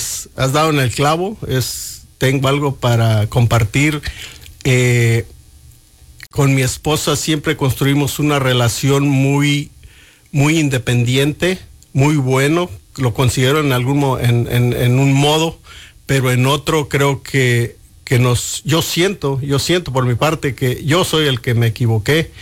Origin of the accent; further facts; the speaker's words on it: Ciudad Altamirano, Guerrero, Mexico; moved away as an adult; also born or lived in San Lucas, Michoacán / Riva Palacio, Michoacán; now in Tyler, United States; Soy nacido de Ceibas Altas, municipio de San Lucas, Michoacán. Criado en Guerrero, municipio de Ciudad Altamirano, Pungarabato. Después me casé y viví 7 años en Rivapalacio, Michoacán. Así que me considero de la tierra caliente de Guerrero y Michoacán y parte sur del Estado de México.